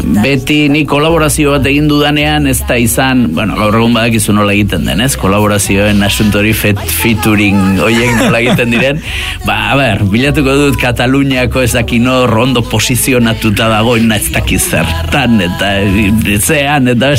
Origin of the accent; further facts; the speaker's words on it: Errenteria, Basque Country, Spain; born there; ni Santa Clara kalean sortu nintzen Errenterian, horretan, eta Arkaitz Goiko kalean. Beraz, gure, bere sortetxetik nire sortetxera, ez dira egun metro egongo